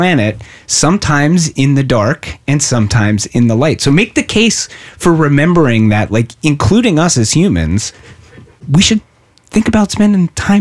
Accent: Pennsylvania, United States; where I grew up in Pennsylvania, and the lightning bug is the state bug, a state insect of Pennsylvania. And I grew up in a fairly rural area, so there were tons of lightning bugs.

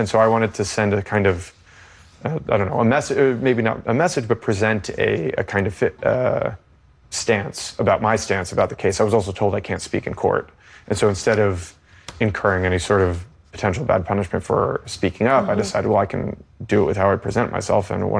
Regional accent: United States; And I'm an American journalist.

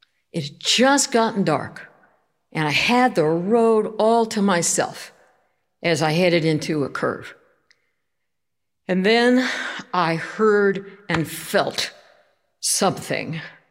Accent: East Coast, United States; also born or lived in California; And I spent about half my life on the East Coast. I'm from the East Coast. About half my life in California.

